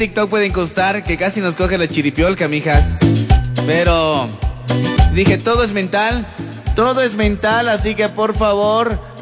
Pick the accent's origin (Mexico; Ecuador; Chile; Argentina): Ecuador; Miren cómo somos los ecuatorianos de trabajadores.